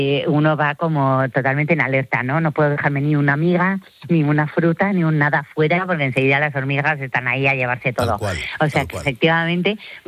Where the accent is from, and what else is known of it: Spain